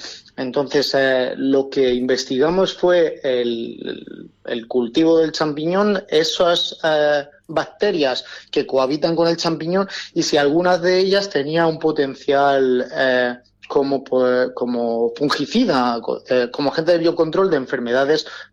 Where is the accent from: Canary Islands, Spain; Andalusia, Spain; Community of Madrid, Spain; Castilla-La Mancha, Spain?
Castilla-La Mancha, Spain; Tinajas; moved away; yo soy de la Alcarria Conquense.